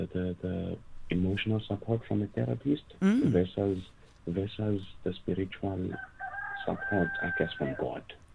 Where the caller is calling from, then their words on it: South Africa; So, I guess it's proper. I'm in South Africa.